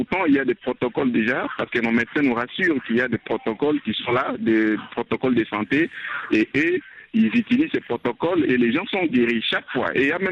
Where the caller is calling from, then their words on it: Bunia, Ituri, DR Congo; à Bounia, où je me trouve